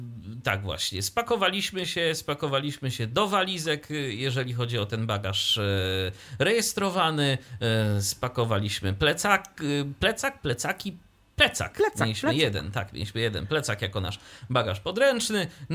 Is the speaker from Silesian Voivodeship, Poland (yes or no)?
no; Iława, Warmian-Masurian Voivodeship, Poland; A przypomnijmy, my jesteśmy z Iławy, my mieszkamy w Iławie